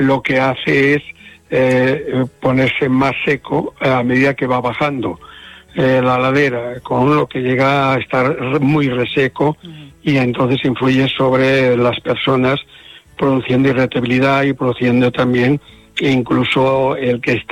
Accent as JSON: {"language": "Spanish", "region": "Galicia", "country": "Spain", "said": "Como buen gallego voy allí."}